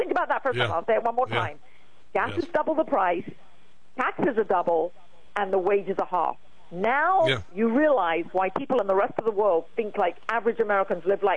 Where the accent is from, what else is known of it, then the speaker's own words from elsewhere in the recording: England, United Kingdom; like growing up in England, you never, ever would have dropped rubbish.